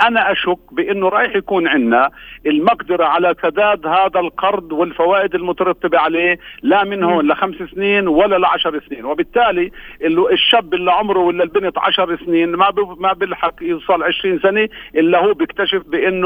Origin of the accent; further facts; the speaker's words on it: Palestine; إحنا كفلسطينيين